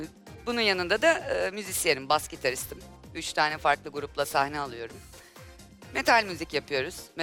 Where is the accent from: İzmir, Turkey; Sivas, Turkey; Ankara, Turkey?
Ankara, Turkey; born there; also born or lived in Niğde; 39 yaşındayım. Ankara doğumluyum ama aslen Niğdeliyim.